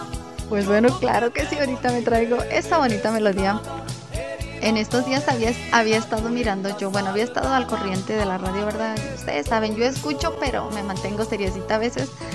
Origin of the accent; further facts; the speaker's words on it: Hidalgo del Parral, Chihuahua, Mexico; yo soy la voz romántica del meritito Parral, Chihuahua. Sí, del meritito Chihuahua. Aquí su servidora es del estado grande.